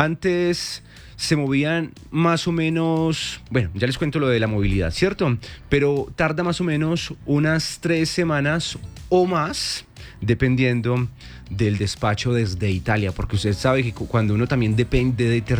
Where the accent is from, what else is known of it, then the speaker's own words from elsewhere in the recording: Manizales, Caldas, Colombia; ¿Cómo le parece que los que somos de Manizales y Manizales y Villa María y nos transportamos en el cable aéreo